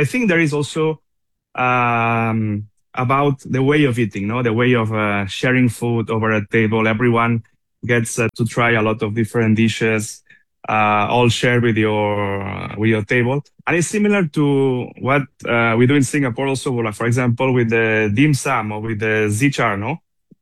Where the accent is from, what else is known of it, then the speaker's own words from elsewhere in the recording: Spain; Of course, I grew up in Spain.